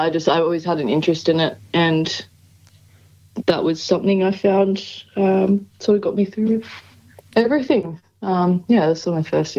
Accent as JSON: {"language": "English", "town": "Toowoomba", "region": "Queensland", "country": "Australia", "tie": "born or raised there", "also_born_or_lived": "Sydney", "said": "I grew up in Queensland, but yeah, I was living in Sydney for a few years, just briefly."}